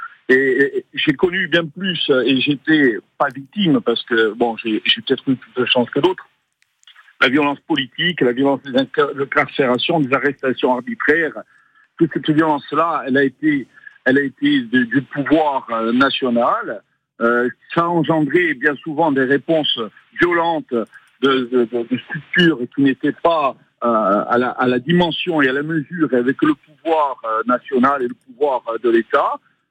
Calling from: Corsica, France

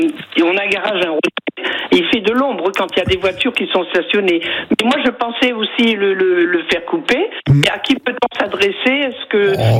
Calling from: Mérignac, Nouvelle-Aquitaine, France; À Mérignac.

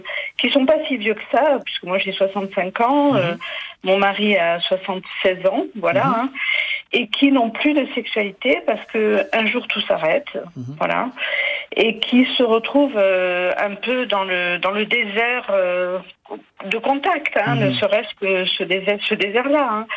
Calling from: Nice, Provence-Alpes-Côte d'Azur, France; J'appelle de Nice

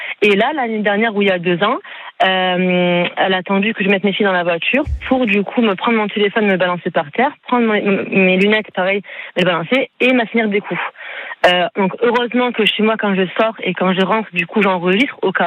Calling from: Normandy, France; ça fait 4 ans du coup que j'habite sur Cotentin en HLM, je précise bien sûr.

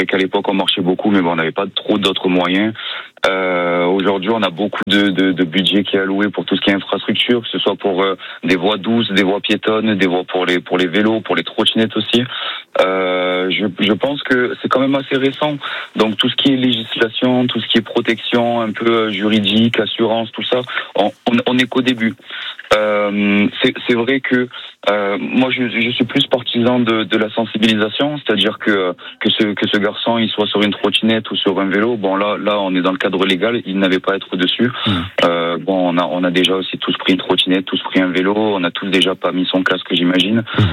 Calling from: Marseille, Provence-Alpes-Côte d'Azur, France; Moi, je suis sur Marseille.

